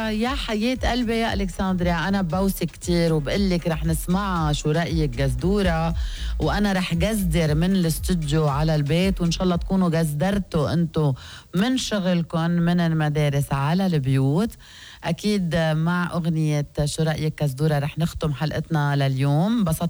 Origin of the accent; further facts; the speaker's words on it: Lebanon; طب قولولي الحشرية بيدمنا نحن اللبنانية ولا بس منحب ناخد ونعطي مع العالم